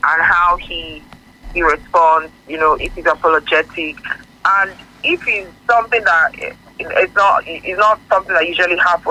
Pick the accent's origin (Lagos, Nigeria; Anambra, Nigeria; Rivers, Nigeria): Lagos, Nigeria; from Lagos.